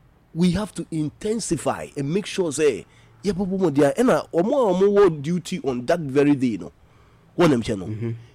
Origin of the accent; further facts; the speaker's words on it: Ghana; I'm a citizen of Ghana.